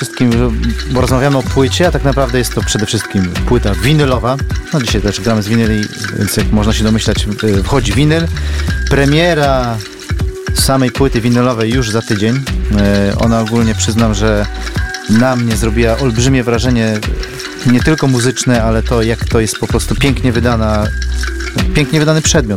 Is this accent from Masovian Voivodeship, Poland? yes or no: yes; Warsaw, Masovian Voivodeship, Poland